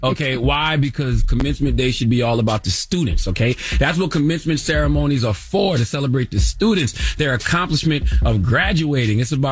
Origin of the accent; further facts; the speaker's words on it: South Carolina, United States; Drop on the clues bombs from my home state of South Carolina.